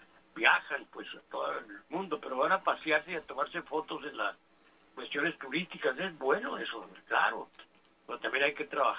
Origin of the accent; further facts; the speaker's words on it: Mexico; now in United States; Yo iba como hispano de Estados Unidos, no como mexicano de México.